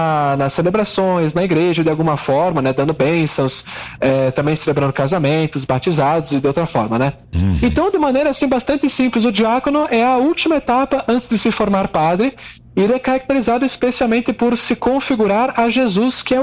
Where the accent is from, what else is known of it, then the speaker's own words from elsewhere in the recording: Bento Gonçalves, Rio Grande do Sul, Brazil; eu serei ordenado padre lá em Bento Gonçalves, na minha cidade natal, né?